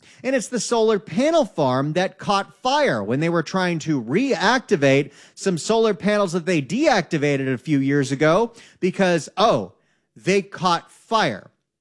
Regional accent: Santa Clarita, California, United States; Now, I always notice, hey, there's a story involving my hometown, the Santa Clarita Valley.

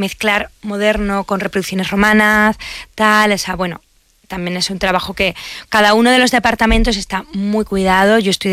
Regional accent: Mérida, Extremadura, Spain; Pues la verdad es que me he sentido súper cómoda trabajando en mi tierra.

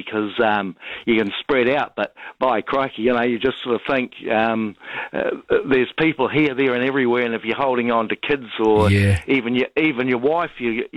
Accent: Taihape, Manawatū-Whanganui, New Zealand; but we're from Taihape, and, you know, that's quite a journey to go down to there.

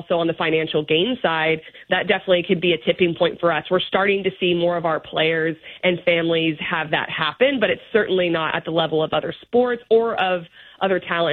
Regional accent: Dallas, Texas, United States; also born or lived in Colorado; grew up in Dallas. I was born in Colorado

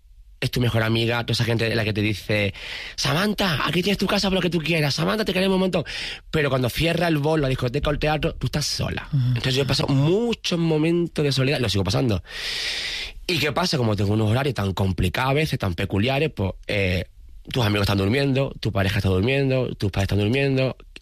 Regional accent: Alcalá de los Gazules, Andalusia, Spain; also born or lived in Cádiz / San Fernando; aunque nací en Cádiz, pero toda mi infancia la viví en Alcalá de Azul, que es un pueblo de Cádiz. Luego ya después de bachillerato y tal, me mudé a San Fernando, a la isla, a la de Cádiz.

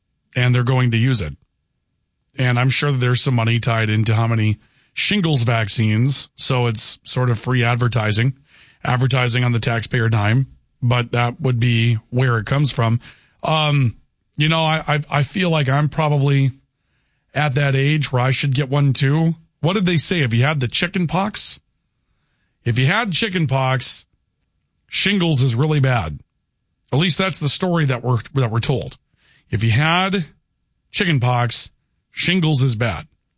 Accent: Minnesota, United States

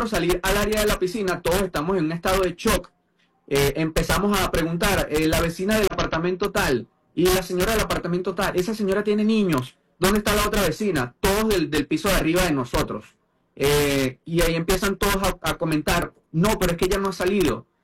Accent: La Guaira, Venezuela; yo soy nacido y criado en La Guaira. A día de hoy, post terremoto, sigo viviendo en La Guaira.

